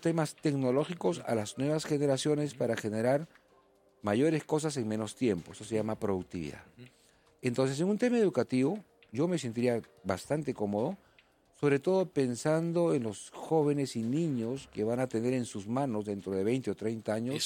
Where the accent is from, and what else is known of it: Peru